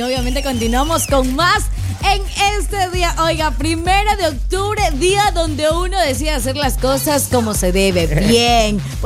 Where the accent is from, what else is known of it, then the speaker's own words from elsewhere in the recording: Jipijapa, Manabí, Ecuador; born there; yo nací en Hippie Japa.